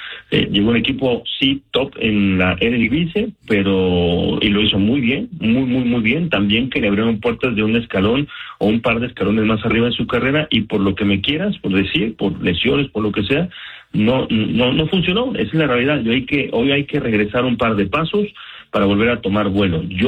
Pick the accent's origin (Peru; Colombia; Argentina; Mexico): Mexico; es en contextualizar lo que estamos siendo como futbolistas mexicanos.